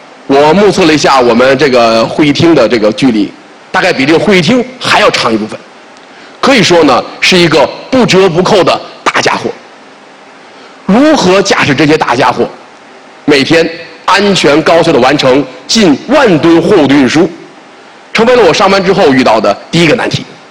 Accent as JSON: {"language": "Chinese", "region": "Tianjin", "country": "China", "tie": "born or raised there", "said": "我是一名天津港的子弟，我父亲呢在退休之前就工作在天津港，是一名非常普通的码头装卸工人。小的时候呢，我的家呀距离港口的码头很近"}